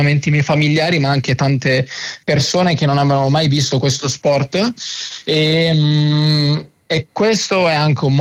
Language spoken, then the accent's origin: Italian; Santeramo in Colle, Apulia, Italy; quando avevo più o meno 7 anni, ovviamente per divertimento qua nel mio paese, Santeramo in Colle.